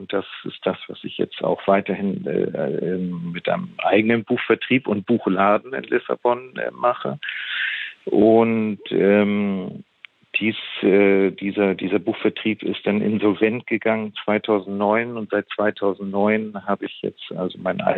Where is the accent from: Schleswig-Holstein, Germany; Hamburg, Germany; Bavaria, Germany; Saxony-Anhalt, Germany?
Hamburg, Germany; now in Lisbon, Portugal; Ja, ich komme aus Hamburg, aus einer Familie, wo die Wände alles eigentlich Bücherwände waren